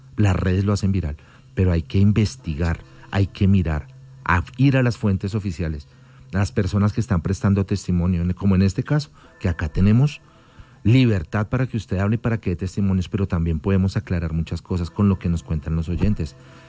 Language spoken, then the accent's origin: Spanish; Colombia